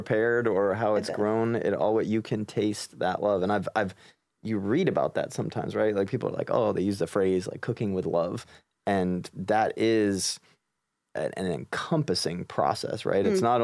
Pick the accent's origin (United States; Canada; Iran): United States; Maine; And I grew up in Maine.